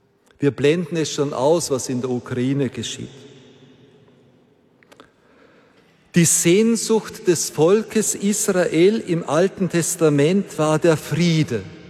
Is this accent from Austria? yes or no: yes; Austria; Und damals haben in meinem Heimatdorf an der burgenländischen Grenze mehrere sich das Leben genommen.